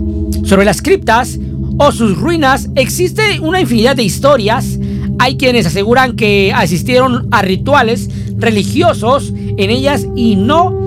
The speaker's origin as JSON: {"language": "Spanish", "town": "Caborca", "region": "Sonora", "country": "Mexico", "tie": "born or raised there", "said": "Y soy originario de Caborca, Sonora."}